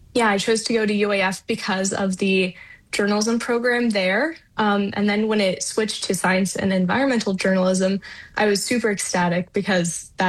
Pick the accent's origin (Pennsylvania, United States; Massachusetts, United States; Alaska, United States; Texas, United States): Alaska, United States; Nome; growing up in Nome, I was just surrounded by various outdoor activities, right?